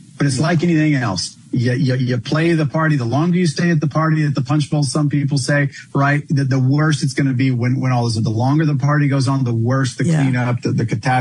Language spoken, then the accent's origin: English; Texas, United States; I grew up in Central Texas, we would always travel out to New Mexico and drive through West Texas. This is back, you know, 80s, 90s.